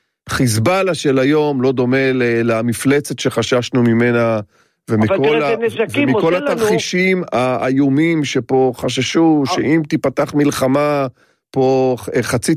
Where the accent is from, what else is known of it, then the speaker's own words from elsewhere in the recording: Herzliya, Tel Aviv District, Israel; כששואלים אותי מאיפה אני אומר, מהרצליה.